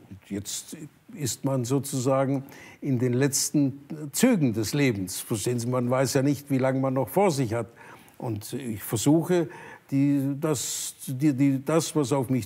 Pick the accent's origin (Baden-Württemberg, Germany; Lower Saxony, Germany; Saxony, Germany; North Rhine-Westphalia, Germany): Baden-Württemberg, Germany; Burladingen; also born or lived in St. Blasien; Ich bin im Krankenhaus in Sigmaringen geboren worden, weil das damals so war, dass man ins Krankenhaus ging. Aber ich bin hier geboren, das ist meine Heimat. Ich war in der Volksschule hier